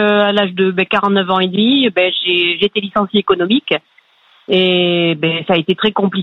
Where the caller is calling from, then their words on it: Nouvelle-Aquitaine, France; Alors, j'appelle d'une petite ville à côté de Brive-la-Gaillarde.